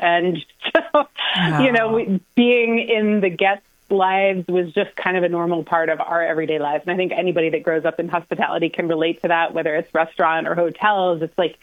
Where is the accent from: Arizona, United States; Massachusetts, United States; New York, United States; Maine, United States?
Maine, United States; But I grew up in rural Maine. My parents owned a fishing lodge on the Maine and Canadian border. Mm. So it was very, very rural.